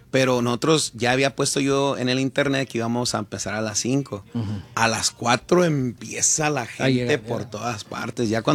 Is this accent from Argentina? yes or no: no; Compton, California, United States; yo escucho mucha música rap, porque yo, uh-huh, yo soy de Campton